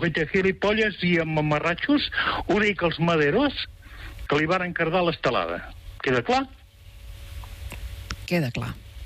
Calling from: Llers, Catalonia, Spain; de Llers.

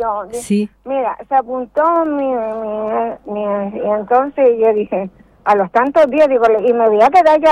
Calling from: Tenoya, Canary Islands, Spain; De Tenoya.

